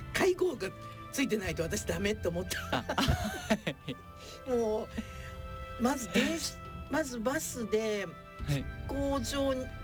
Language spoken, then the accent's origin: Japanese; Tokyo, Japan; 私東京生まれの東京育ちだから、